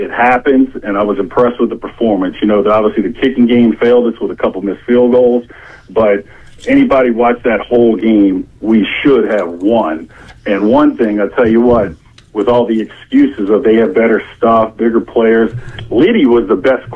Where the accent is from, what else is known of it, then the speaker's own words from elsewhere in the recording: New Orleans, Louisiana, United States; now in Lafayette, United States; Born and raised in New Orleans, man. I just happen to be residing here, quickly passing through in Lafayette. And I'll be coming to Hattiesburg permanently next year